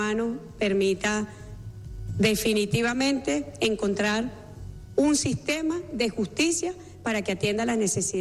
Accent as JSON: {"language": "Spanish", "country": "Venezuela", "said": "nos aboquemos de manera coordinada como venezolano y venezolana de bien a atender este asunto."}